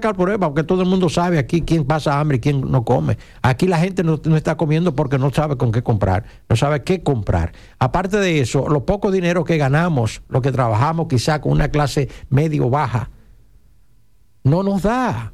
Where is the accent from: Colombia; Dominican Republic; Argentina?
Dominican Republic; yo voy a decir simplemente como dominicano